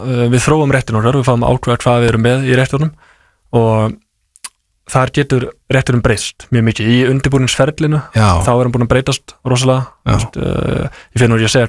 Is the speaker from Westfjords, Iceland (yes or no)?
yes; Suðureyri, Westfjords, Iceland; ég ólst upp á Suðureyri við Súgandafjörð.